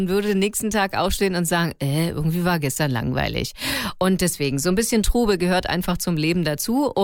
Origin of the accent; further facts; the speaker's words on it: Berlin, Germany; so als Berliner